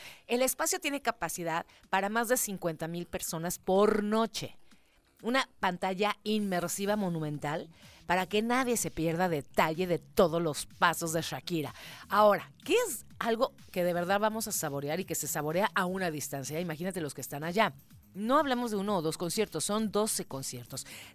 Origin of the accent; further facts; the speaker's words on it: Mexico; Bueno, todo el año soy mexicana, por supuesto, pero en septiembre, que ya está terminando, puedo decir